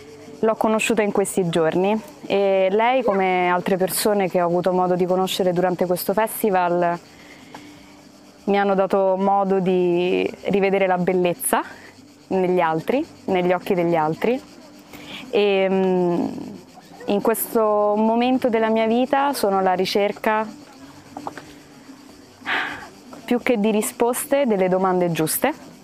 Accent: Rome, Lazio, Italy; vengo da Roma, Italia.

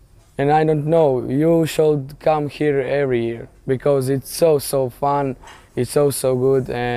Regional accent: Rijeka, Primorje-Gorski Kotar County, Croatia; English is a second language; I came from Rijeka, from Croatia. I came here with a local church.

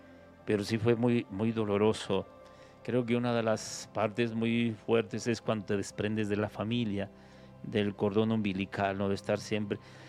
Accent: Zacatecas, Mexico; moved away; Y también cuando salí de México, de Zacatecas a México al seminario, sin conocer nada, padre, yo me fui sin conocer nada.

